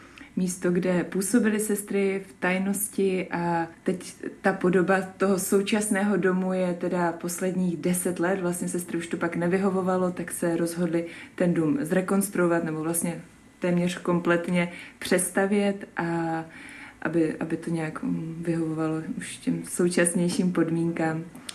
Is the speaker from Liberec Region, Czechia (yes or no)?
no; Brno, South Moravian Region, Czechia; a pocházím od Brna, teď jsem zase v komunitě znova zpátky v Brně